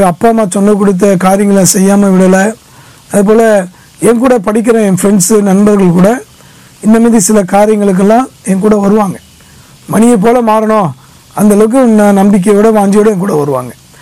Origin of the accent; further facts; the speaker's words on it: Chennai, Tamil Nadu, India; நான் சென்னையில் பிறந்தவன்.